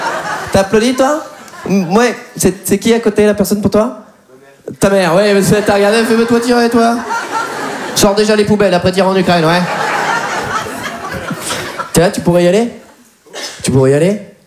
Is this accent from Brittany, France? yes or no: no; Poitiers, Nouvelle-Aquitaine, France; Je me présente … 29 ans. Moi, je viens de Poitiers.